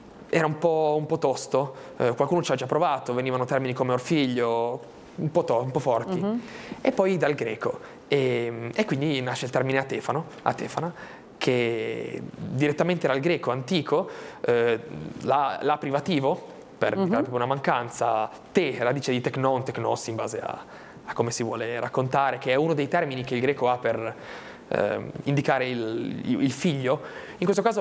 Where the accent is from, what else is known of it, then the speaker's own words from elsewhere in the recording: Albenga, Liguria, Italy; E prima il nostro comune di Albenga, noi siamo di Albenga … di Albenga, e subito dopo la Regione Liguria ci hanno dato una mano.